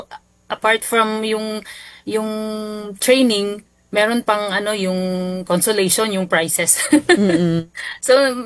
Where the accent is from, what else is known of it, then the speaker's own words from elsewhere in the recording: La Trinidad, Cordillera Administrative Region, Philippines; Pantabangan, and Nueva Ecija, and then La Union po. But ito, dito po kami sa Trinidad po talaga na lagi po.